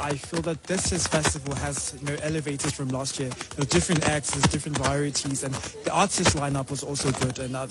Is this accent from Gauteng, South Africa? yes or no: yes; Pretoria, Gauteng, South Africa; moved away as an adult; now in Makhanda, South Africa; I'm originally from Pretoria, but I'm also here to study.